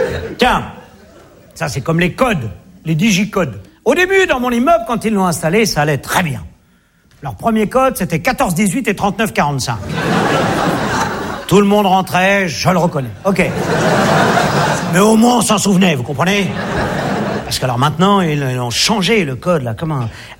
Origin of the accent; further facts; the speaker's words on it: Morocco; born there; Je suis né au Maroc.